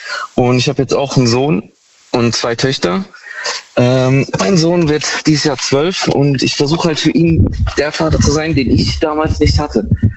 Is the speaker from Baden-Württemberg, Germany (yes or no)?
yes; Heidelberg, Baden-Württemberg, Germany; Ich komme aus der Ecke Heidelberg.